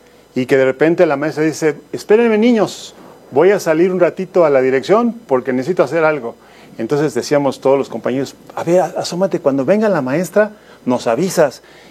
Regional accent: Magdalena Contreras, Mexico City, Mexico; Soy de Magdalena de Contreras, y eran canchas de tierra

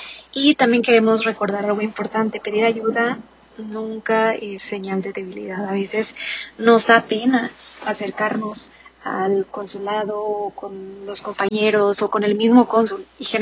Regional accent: Mexico; moved away; nuestra comunidad como mexicanos

